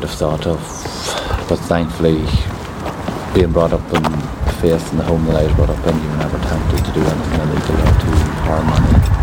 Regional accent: Scotshouse, County Monaghan, Ireland; now in Lisnaskea, United Kingdom; I was born and reared in the Cavan Monaghan border, but I now live in Lisnaskey in County Fermanagh.

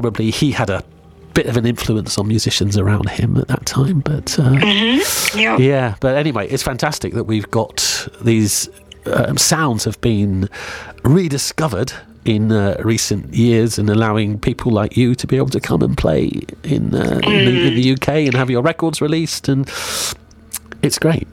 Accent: Kyushu, Japan; also born or lived in Tokyo; So Kyushu is like my hometown. So I'm kind of going there. I lived in Tokyo for about 7 or 8 years.

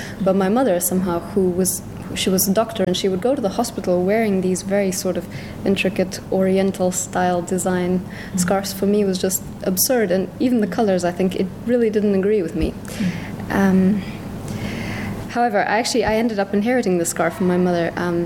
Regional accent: Zimbabwe; also born or lived in Bulgaria; So we moved from Bulgaria and we went to live in Zimbabwe.

